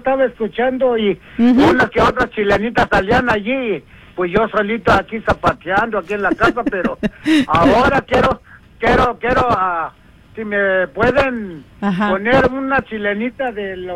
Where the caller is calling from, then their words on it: North Carolina, United States; Sí, aquí estoy, aquí en Carolina del Norte.